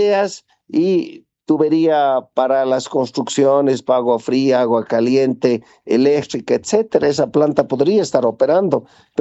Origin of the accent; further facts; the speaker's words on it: Potosí, Bolivia; Me da pena porque yo soy potosino y esa es una herida que llevamos los potosinos